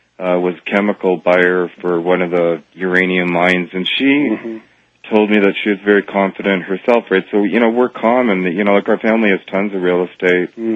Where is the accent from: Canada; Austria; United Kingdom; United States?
Canada; Toronto, Ontario; I grew up out in Rouge Hill